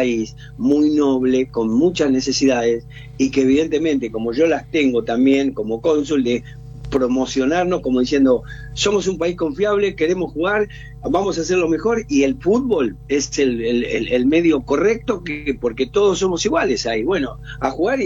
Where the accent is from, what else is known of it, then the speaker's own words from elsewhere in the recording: Argentina; yo soy argentino, tengo el corazón argentino y realmente estoy con la ansiedad de cualquier descendiente de caboverdiano